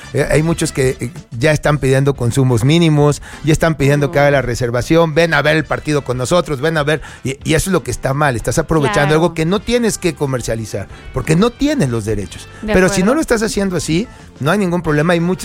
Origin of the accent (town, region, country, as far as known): Mexico